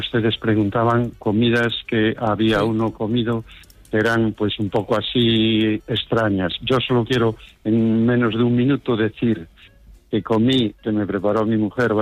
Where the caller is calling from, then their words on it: Covelo, Galicia, Spain; muchos saludos desde Covelo, Pontevedra.